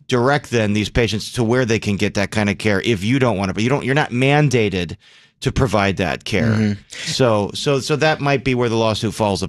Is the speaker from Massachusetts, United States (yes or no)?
no; River Forest, Illinois, United States; So I grew up in River Forest